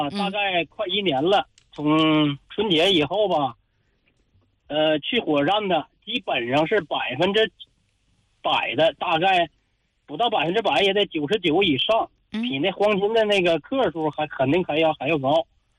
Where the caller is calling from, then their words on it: Tangshan, Hebei, China; 我就是唐山的一名出租那个滴滴司机